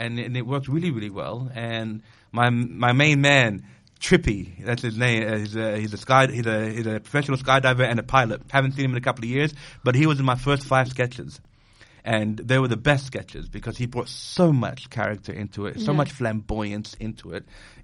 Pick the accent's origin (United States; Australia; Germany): Australia; moved away as an adult; also born or lived in Bahrain; now in Adelaide, Australia; I was raised in Australia.